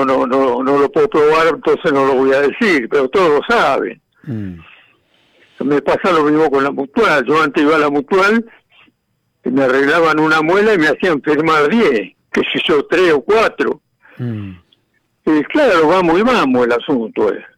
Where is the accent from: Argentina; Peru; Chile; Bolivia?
Argentina; yo soy un argentino que siempre laburó.